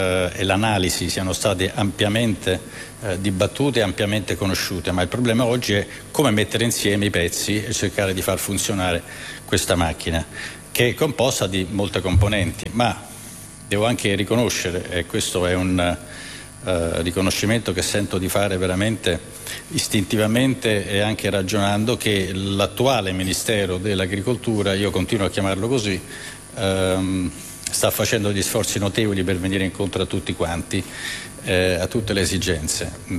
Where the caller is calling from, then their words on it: Naples, Campania, Italy; ma sono napoletano anch'io